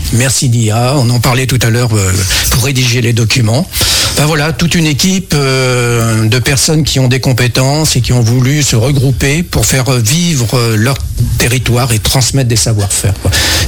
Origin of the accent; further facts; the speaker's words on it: Nouvelle-Aquitaine, France; Moi, je suis originaire du Périgord et j'ai toujours eu à cœur de mettre à l'honneur les produits du terroir et surtout créer du lien.